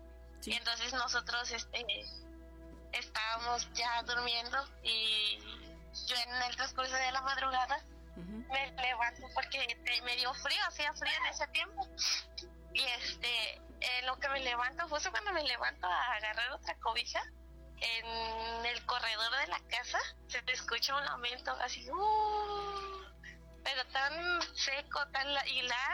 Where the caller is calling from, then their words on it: Veracruz, Mexico; Desde Veracruz.